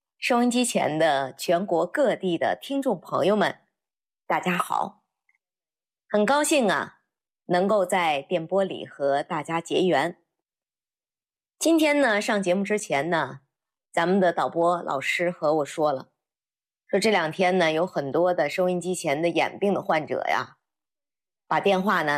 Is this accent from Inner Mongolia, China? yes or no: yes; Inner Mongolia, China; 我呢是在内蒙古草原长大的